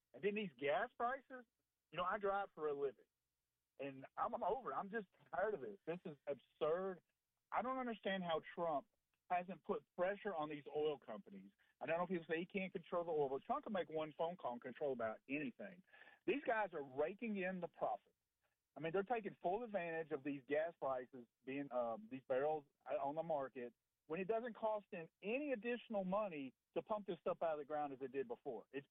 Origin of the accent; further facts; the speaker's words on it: Tennessee, United States; Well, let me tell you this. I'm from East Tennessee.